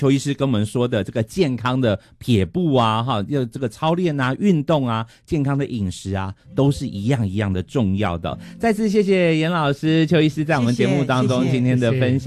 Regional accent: China; 所以我们中国人常说骨肉相连

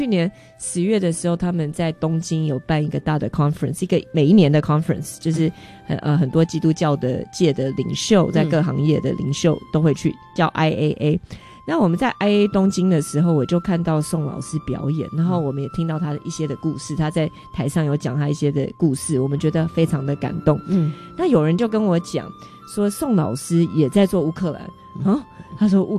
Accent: Taiwan; 其实我真的觉得华人，我们台湾人都会说是缘分

